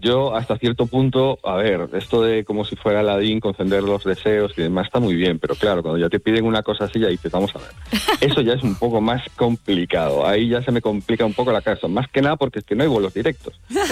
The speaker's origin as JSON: {"language": "Spanish", "region": "Galicia", "country": "Spain", "said": "No, yo soy gallego, tengo la típica sorna gallega de toda la vida"}